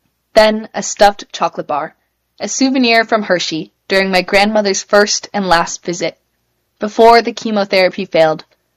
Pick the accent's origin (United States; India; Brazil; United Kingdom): India; also born or lived in Korea; now in Canada; I was born in Korea, spent much of my childhood in India, and now study in Canada.